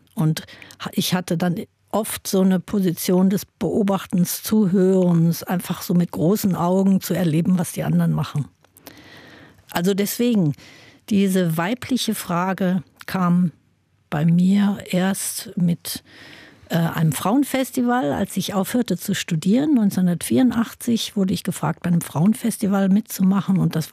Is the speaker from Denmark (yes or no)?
no; Germany; Also ich bin ja anders aufgewachsen in Deutschland und nicht in New York